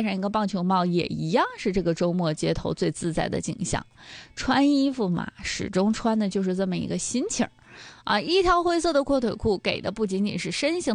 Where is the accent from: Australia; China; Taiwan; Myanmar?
China; Northeast China; 用我们东北话说，凉哇哇的啊